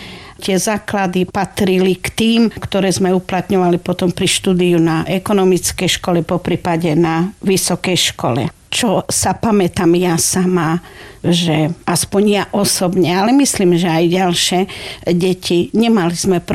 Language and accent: Slovak; Ukraine; Slovak is a second language; Reko, ja som Ukrajinka a lepšie viem slovenčinu ako vy.